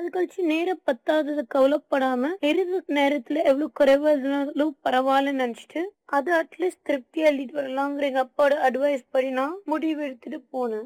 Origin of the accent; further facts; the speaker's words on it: Coimbatore, Tamil Nadu, India; எனக்கு வயசு 17. நம்ம கோயம்புத்தூர்லதான் நான் பிறந்து வளர்ந்தேன். இங்கதான் நான் 8th class வரைக்கும் படிச்சேன்.